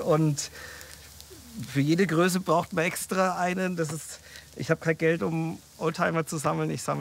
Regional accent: Bavaria, Germany; Allerdings Weißwurstfrühstück, wie ich mir das als Franke vorstelle.

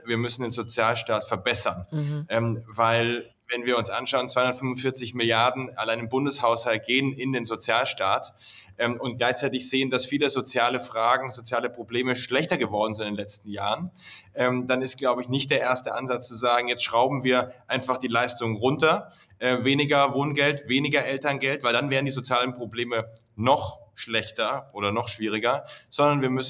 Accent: Munich, Bavaria, Germany; Ich komme aus München und wurde da sehr geprägt auch durch katholische Jugendarbeit

